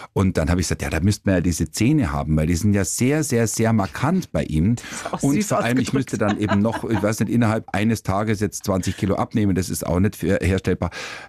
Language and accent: German; Kaufbeuren, Bavaria, Germany; bin 66 geboren, und ich hatte natürlich dann schon auch eben damals Schweizer Fernsehen bei uns im Allgäu in Kaufbeuren und österreichisch.